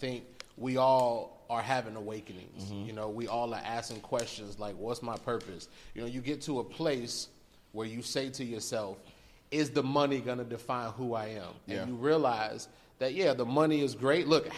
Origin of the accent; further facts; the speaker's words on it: Chicago, Illinois, United States; I'm a boy from the South Side of Chicago, Chi-Town stand up.